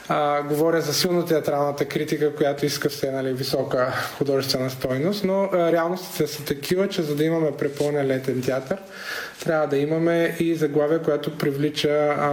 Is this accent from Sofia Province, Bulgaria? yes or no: no; Shumen, Shumen Province, Bulgaria; съм щастлив, че в моя роден град се случват такива добри събития и това, което Шуменският театър прави, наистина трябва да се адмирира